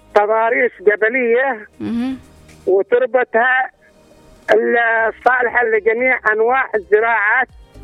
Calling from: Al Dhale, Yemen

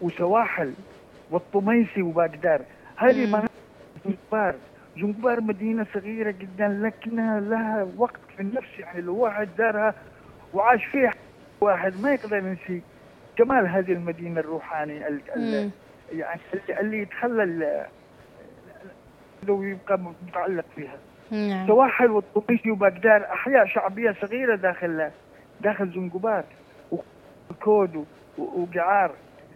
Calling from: Abyan, Yemen; أنا من أبيان برضو.

